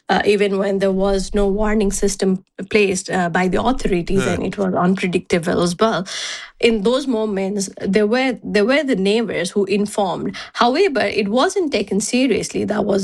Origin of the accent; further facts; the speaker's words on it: Nepal; I mean, I am local from Nepal